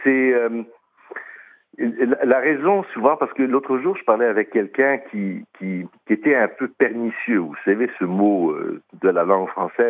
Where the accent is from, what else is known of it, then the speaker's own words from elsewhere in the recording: Quebec, Canada; Je suis Québécois.